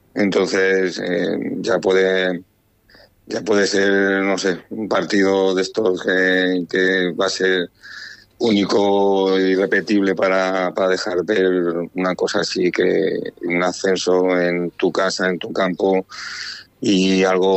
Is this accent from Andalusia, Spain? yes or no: no; Caudete, Castilla-La Mancha, Spain; yo como técnico y como jugador que ha estado aquí durante 15 años, que se ha criado aquí, que ha jugado desde pequeñito